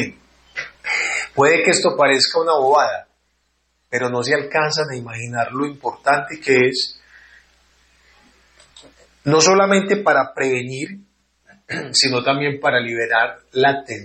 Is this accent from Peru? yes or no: no; Colombia; acá somos muy colombianos. Entonces, acá les decimos peos.